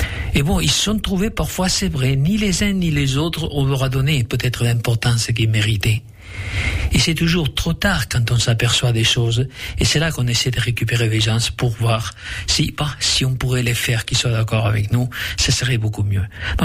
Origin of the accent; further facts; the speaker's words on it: Tamarit de Llitera, Aragon, Spain; jo gairebé puc dir que soc de Tamarit de Llitera.